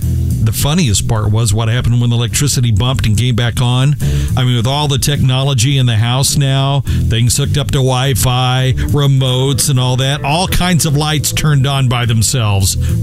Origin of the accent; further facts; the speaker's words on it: Oklahoma, United States; now in Eugene, United States; I grew up in Oklahoma